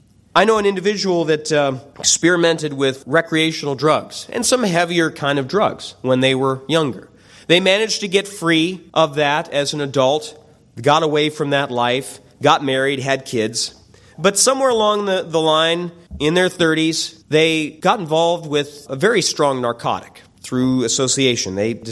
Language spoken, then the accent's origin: English; Pennsylvania, United States; I'm from the Pennsylvania area north of Pittsburgh, and in the city of Pittsburgh, there is a river system that the city grew up around.